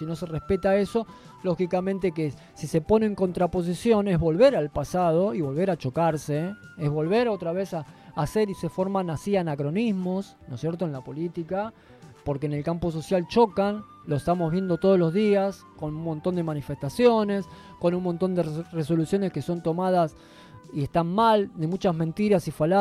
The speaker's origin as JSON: {"language": "Spanish", "country": "Argentina", "said": "nosotros como argentinos"}